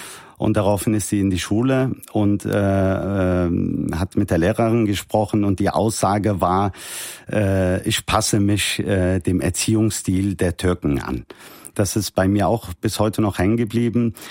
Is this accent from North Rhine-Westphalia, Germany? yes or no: yes; Cologne, North Rhine-Westphalia, Germany; Ich bin in Köln-Mühlheim aufgewachsen.